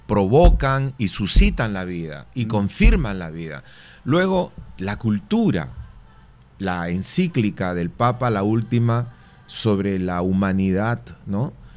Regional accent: Peru; somos peruanos cuando hacemos competencia con Chile para el deporte

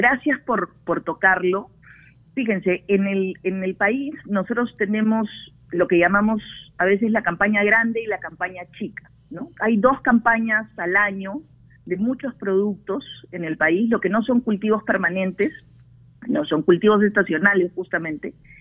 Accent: Peru; yo invoco a que enfrentemos esta situación como peruanos y peruanas de buena voluntad.

